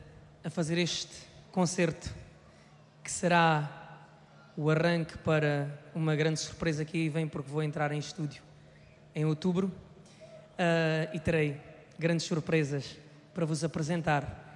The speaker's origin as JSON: {"language": "Portuguese", "region": "Alentejo", "country": "Portugal", "tie": "born or raised there", "said": "estamos na minha terra, estamos no Alentejo"}